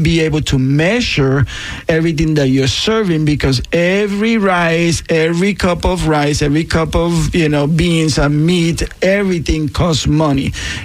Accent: Puerto Rico; accent: Puerto Rican

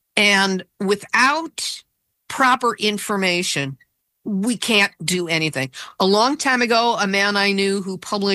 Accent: Chicago, Illinois, United States; I grew up in Chicago.

